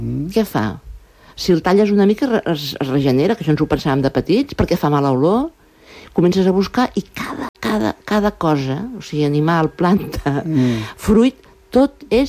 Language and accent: Catalan; Vilaplana, Catalonia, Spain; una cosa molt bonica del meu poble, que ara tinc ganes de dir Vilaplana